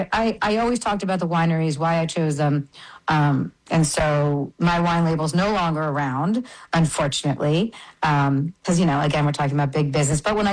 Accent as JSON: {"language": "English", "region": "New York", "country": "United States", "tie": "born there", "also_born_or_lived": "Brazil", "said": "I'm born and raised in New York. I was born partially, I mean, I was raised, you know, a lot in Brazil because my mother is Brazilian. So I have a lot of that piece to me."}